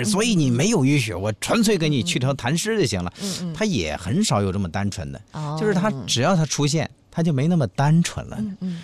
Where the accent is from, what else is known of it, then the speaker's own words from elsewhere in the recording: Hebei, China; 我们河北人